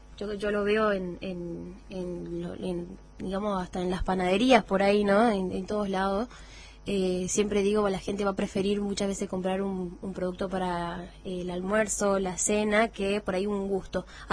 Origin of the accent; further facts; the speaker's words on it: Jujuy, Argentina; yo soy jujeña también acá